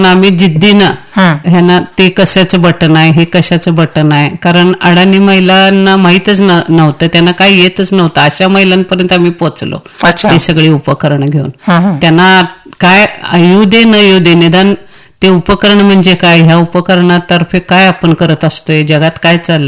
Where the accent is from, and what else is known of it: Maharashtra, India